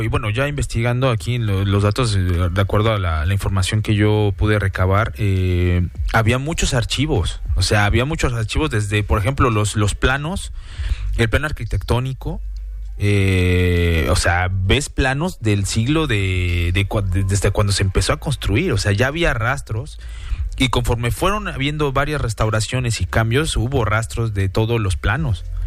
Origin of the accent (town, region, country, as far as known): Mexico